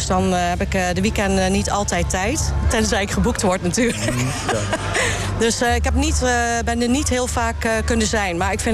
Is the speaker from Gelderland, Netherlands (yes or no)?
yes; Zevenaar, Gelderland, Netherlands; Ik kom uit Zevenaar.